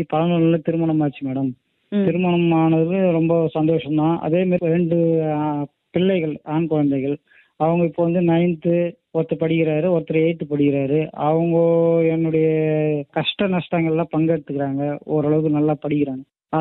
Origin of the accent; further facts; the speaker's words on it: Cheyyar, Tamil Nadu, India; moved away as an adult; now in Vazhaipandal, India; என்னுடைய சொந்த ஊர் வந்து செய்யாறு, திருப்பதிபுரம் மேடம். நாங்கள் இப்போ இருக்கிறது வந்து பாட்டி வீடு வந்து வாழைப்பந்தல், வாழைப்பந்தல் அருகே தான் கொர்க்காத்தூர், இடையில 1 கிலோமீட்டர். சொந்த ஊர்ல இருந்தோம், அது வந்து கொஞ்சம் கஷ்டத்துல என்ன, கொஞ்ச நாள் ஒரு 30-40 வருஷம் இருந்தோம்.